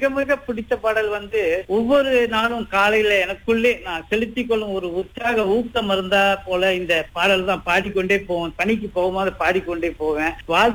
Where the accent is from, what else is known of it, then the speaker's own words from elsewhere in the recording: Kuala Lipis, Pahang, Malaysia; moved away; நான் பிறந்து வளர்ந்த அந்த தோட்டத்து மண்ணின் வாசம் இன்றும் என்னோட பயணித்துக் கொண்டிருக்கின்றது.